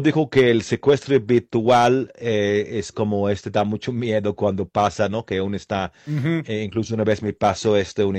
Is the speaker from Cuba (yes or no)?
no; England, United Kingdom; Yo, como soy de Inglaterra